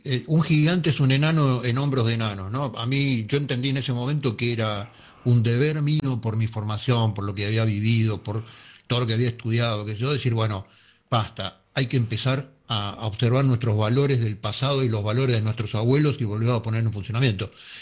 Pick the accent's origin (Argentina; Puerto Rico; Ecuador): Argentina; únicos que no escuchamos eso somos los argentinos.